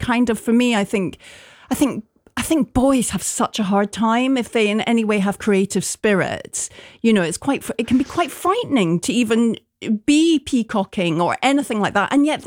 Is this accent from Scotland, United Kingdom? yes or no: yes; Glasgow, Scotland, United Kingdom; But yeah, growing up in Glasgow, it was really, it's still really serious.